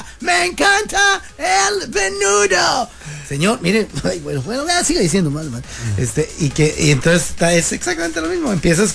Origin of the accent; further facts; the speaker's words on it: Mexico; Aquí estamos rodeados de mexicanos, para nosotros no son exóticos, porque somos mexicanos.